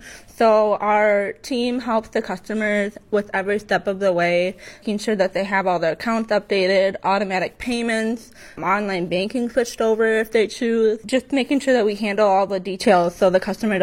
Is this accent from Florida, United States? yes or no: no; Marshall, Wisconsin, United States; I was born and raised in Marshall, Wisconsin, city girl all the way.